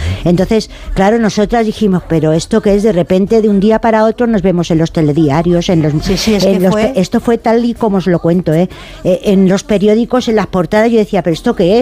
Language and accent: Spanish; Madrid, Community of Madrid, Spain; O sea, que no somos de Móstoles, ¿eh? Somos madrileñas. Lo que pasa que es verdad que vivimos en Móstoles ya hace muchísimos años, pero somos gatas